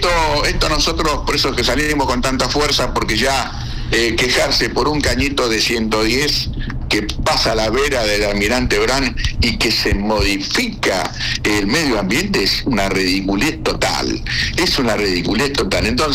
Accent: Ensenada, Buenos Aires Province, Argentina; born there; yo soy nacido en Cambaceres

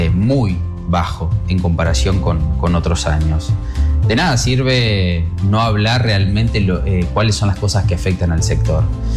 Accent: La Pampa, Argentina; Nosotros somos pampeanos y patagónicos.

